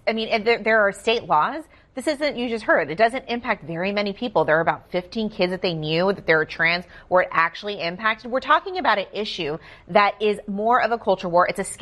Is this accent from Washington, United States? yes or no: no; Texas, United States; We're seeing it in my home state of Texas, where my sister is running for governor.